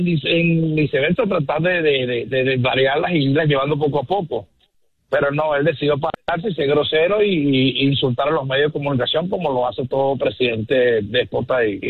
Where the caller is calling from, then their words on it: Utah, United States; Te llamo desde Utah.